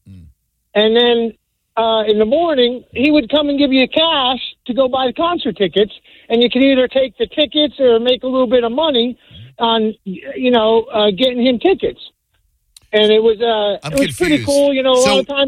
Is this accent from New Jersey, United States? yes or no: yes; New Jersey, United States; When I was a kid growing up in North Jersey